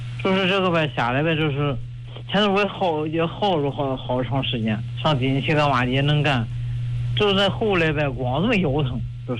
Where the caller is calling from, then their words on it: Baoding, Hebei, China; 我是保定。